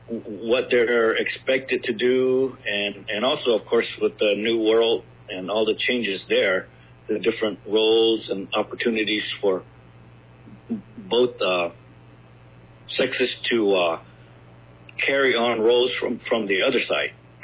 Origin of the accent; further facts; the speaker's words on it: Gila River, Arizona, United States; I'm from Gila River, born and raised. I'm Akimaratum, which is river people, or Pima.